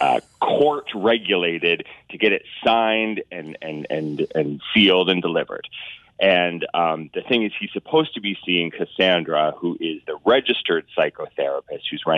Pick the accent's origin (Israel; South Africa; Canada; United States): Canada; Glencoe, Ontario; because I grew up just down the road. I grew up outside of Glencoe, Ontario. So I would come here.